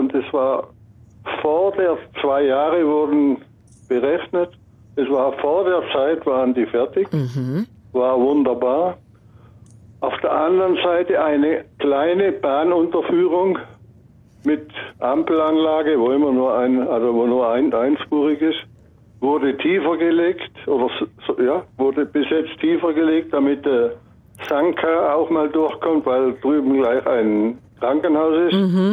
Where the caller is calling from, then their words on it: Schwandorf, Bavaria, Germany; Bei uns in Schwandorf wurden vor einem Jahr zwei neue Nahbrücken angemeint.